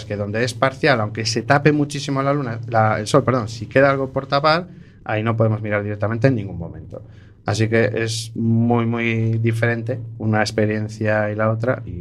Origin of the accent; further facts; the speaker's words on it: A Coruña, Galicia, Spain; No, no, porque soy coruñés.